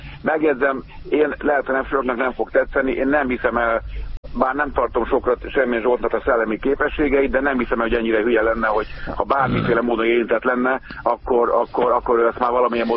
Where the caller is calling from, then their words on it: Hungary; mármint magyarként nagyon ciki.